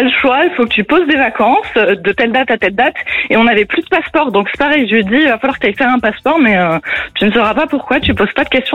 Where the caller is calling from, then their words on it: Pélissanne, Provence-Alpes-Côte d'Azur, France; J'habite à Pélissanne dans les Bouches-du-Rhône et je suis assistante commerciale.